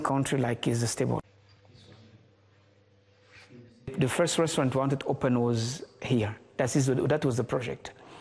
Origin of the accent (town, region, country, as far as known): Germany; born or raised there; English is a second language